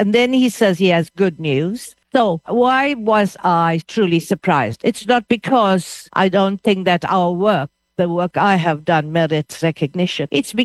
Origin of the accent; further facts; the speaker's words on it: South Africa; let me say I come from South Africa. I come from Africa.